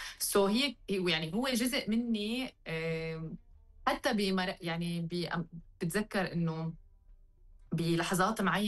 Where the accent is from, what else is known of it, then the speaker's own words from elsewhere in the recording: Northeast Syria, Syria; أنا من سوريا، بس نحن يعني هو من شمال العراق وأنا من شمال شرق سوريا،